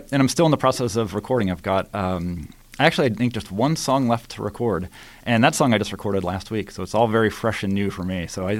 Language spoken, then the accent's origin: English; Pennsylvania, United States; also born or lived in New York City; Yeah, well, I was born in New York City, actually. I just lived there for a short period of time before we moved to eastern Pennsylvania. So I grew up in Lancaster County, actually. Eastern side of the state.